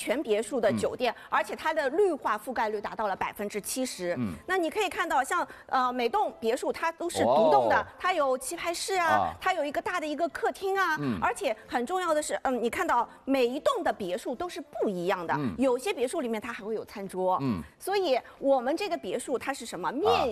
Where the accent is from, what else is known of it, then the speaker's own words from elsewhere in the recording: China; 我们中国人